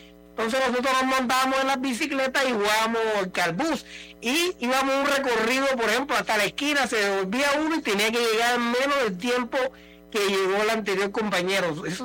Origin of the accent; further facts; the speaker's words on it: Cartagena, Bolívar, Colombia; yo me crié en el Paseo de Bolívar, en la ciudad de Cartagena